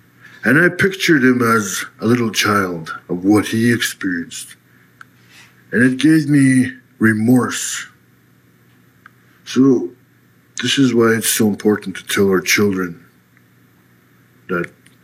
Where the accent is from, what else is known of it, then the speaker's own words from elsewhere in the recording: North Caribou Lake, Ontario, Canada; I'm from North Kerbal Lake, also known as Round Lake, Yagamal Lake.